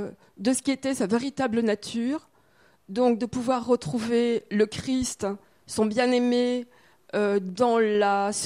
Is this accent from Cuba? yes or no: no; Paris, Île-de-France, France; En tant que Parisienne